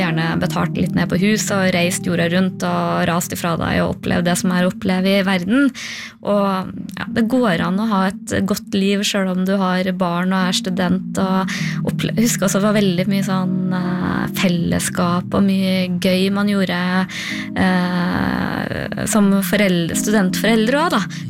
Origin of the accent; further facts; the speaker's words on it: Trøndelag, Norway; ble boende på hjemplassen min i Nord-Trøndelag noen år